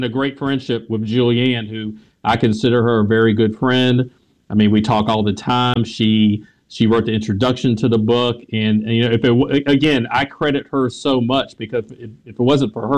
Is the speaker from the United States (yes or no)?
yes; the South, United States; accent: Southern; they, of course, heard my Southern accent. They knew I wasn't from there. They knew I was American.